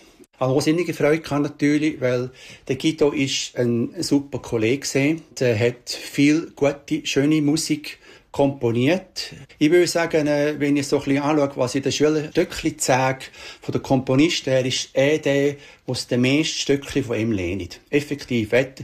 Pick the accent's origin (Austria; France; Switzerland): Switzerland; Appenzell, Appenzell Innerrhoden; Bei uns in Appenzell hat man dann auch einen gefunden, der Aldes Jock.